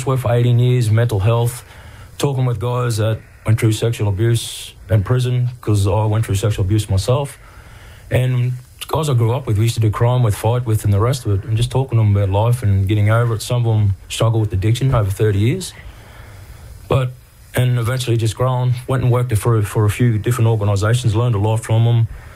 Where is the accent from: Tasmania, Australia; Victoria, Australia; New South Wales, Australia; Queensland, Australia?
Queensland, Australia; Ipswich; I'm a Yurrumpul man from the Ipswich region.